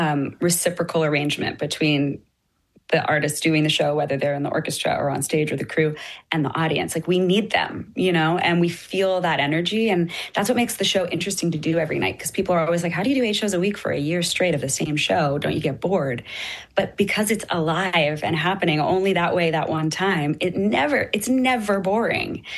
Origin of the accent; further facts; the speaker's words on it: Canada; And we were like, we need to do some stuff in Canada and come back and sing for our Canadian folks.